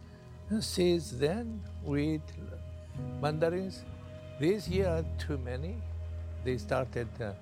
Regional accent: Cyprus; moved away as an adult; Firstly, when we came from Cyprus

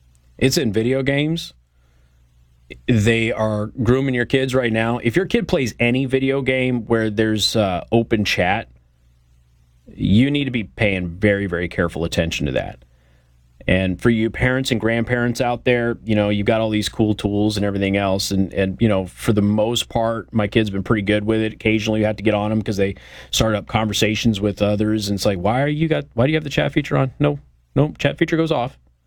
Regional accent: Las Vegas, Nevada, United States; moved away; Now, I come from Las Vegas.

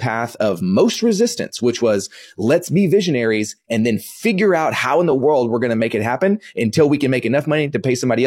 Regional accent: Dallas, Texas, United States; also born or lived in Kansas; So I was born in 1983. I was born in Kansas. I only lived there for about a week. Came back to Dallas

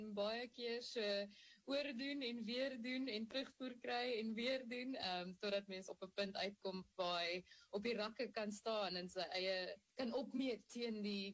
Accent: Lichtenburg, North West, South Africa; Ek is 'n meisie uit die Noordwes uit, so ek het in 'n klein dorpie met die naam van Lichtenburg groot geword, voordat ek gaan studeer het in Pretoria.

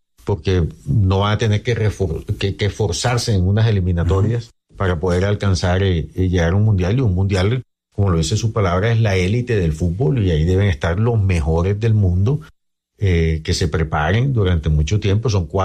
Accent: Santa Marta, Magdalena, Colombia; A ver, yo soy samario

